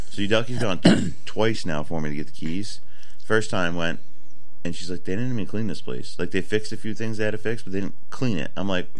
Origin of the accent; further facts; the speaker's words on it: United States; I'm going to Americanize it a little bit, but because I'm American.